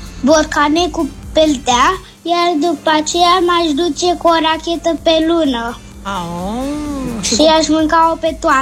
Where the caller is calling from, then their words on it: Bucharest, Romania; din București, am 7 ani